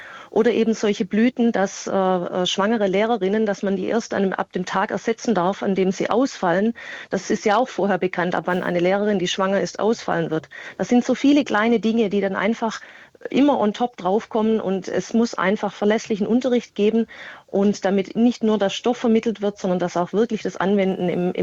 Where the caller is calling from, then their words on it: Baden-Württemberg, Germany; ich komme aus Baden-Württemberg.